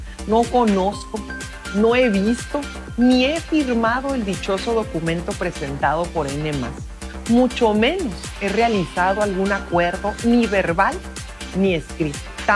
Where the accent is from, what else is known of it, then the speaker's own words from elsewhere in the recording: Baja California, Mexico; el pueblo de mi tierra, Baja California.